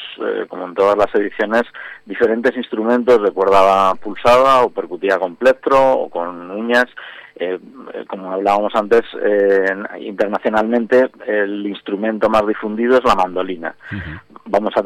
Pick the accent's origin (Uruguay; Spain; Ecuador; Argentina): Spain; Nosotros en España, la bandurria es nuestro instrumento estrella y con el que nos identificamos